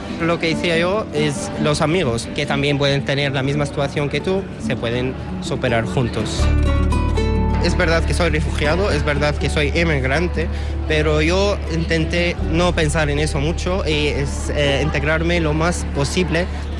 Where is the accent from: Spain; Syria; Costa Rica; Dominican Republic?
Syria; Damascus, Damascus Governorate; moved away as an adult; soy de origen sirio, de Damasco, de la capital, y tengo 29 años.